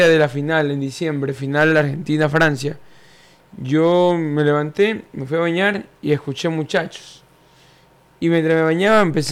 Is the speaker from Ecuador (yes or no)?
yes; Ecuador; yo soy ecuatoriano, orgullosamente ecuatoriano